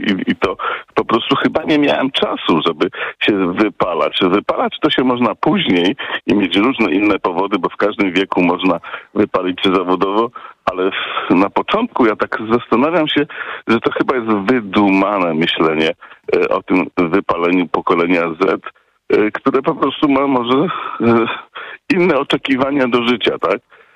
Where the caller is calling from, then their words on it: Lubusz Voivodeship, Poland; jako ambasador Ziemi Lubuskiej